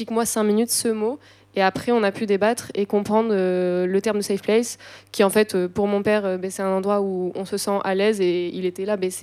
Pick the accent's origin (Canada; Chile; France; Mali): France; Landes, Nouvelle-Aquitaine; moved away; Moi, je viens des Landes, dans un petit patelin